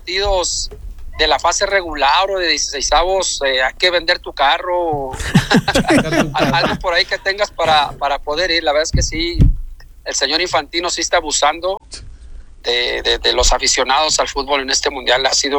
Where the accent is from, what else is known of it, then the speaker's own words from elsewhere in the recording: Tepic, Nayarit, Mexico; Fíjate que estoy, Pepe, ahorita entre Tepic, mi ciudad natal, y Monterrey por cuestiones de trabajo.